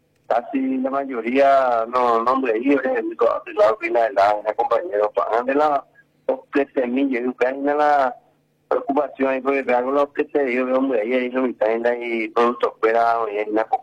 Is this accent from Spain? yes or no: no; Paraguay